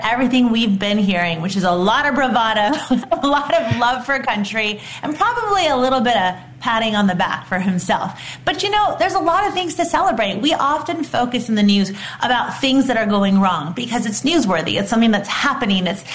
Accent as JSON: {"language": "English", "town": "Fairfield", "region": "California", "country": "United States", "tie": "born or raised there", "said": "I grew up in Fairfield, California, which is where I moved back to be with my mom. And it's a middle-class town. I was born at Travis Air Force Base, literally 10 miles down the road. This is a military town."}